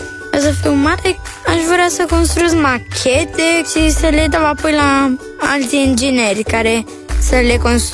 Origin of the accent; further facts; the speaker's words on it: Bucharest, Romania; am 9 ani și sunt din București.